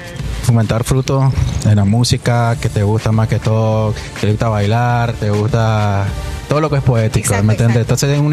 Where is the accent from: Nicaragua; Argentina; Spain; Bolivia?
Nicaragua